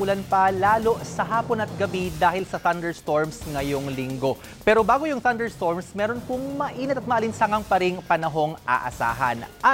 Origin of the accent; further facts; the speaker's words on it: Virac, Bicol Region, Philippines; Natala po iyan sa Dagupan City at sa amin sa Virac, Catanduanes.